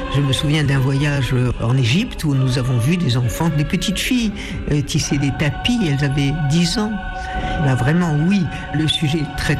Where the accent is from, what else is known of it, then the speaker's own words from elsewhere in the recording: Algiers, Algiers Province, Algeria; je suis née donc en 38, mon père était juif pied-noir